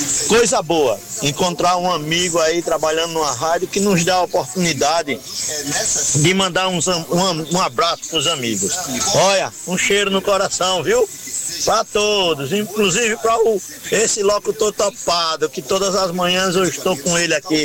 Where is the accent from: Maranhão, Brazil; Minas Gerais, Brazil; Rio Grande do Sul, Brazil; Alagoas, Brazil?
Alagoas, Brazil; Penedo; now in São Sebastião, Brazil; Filho natural daí, hoje morando em São Sebastião. Mas não esqueço da minha terrinha natal